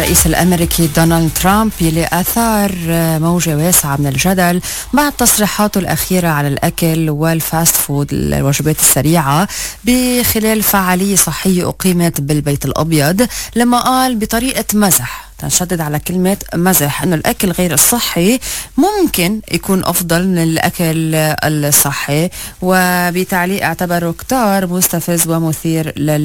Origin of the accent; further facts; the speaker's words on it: Lebanon; احنا كلبنانيين